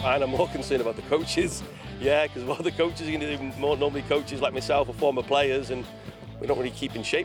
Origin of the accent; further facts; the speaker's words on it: Wales, United Kingdom; I've been here 12 years now and still, as a Welshman, still not got used to the heat.